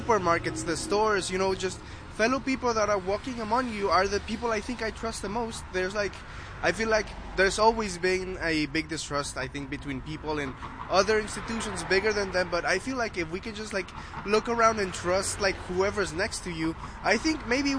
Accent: Mexico; moved away; I'm from Mexico, actually. I moved here like a couple years ago

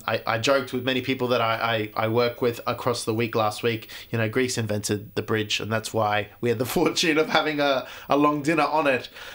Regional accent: Australia; to talk about what it means to be a Greek Australian, because yes, we are Australian, we're very proud Australians

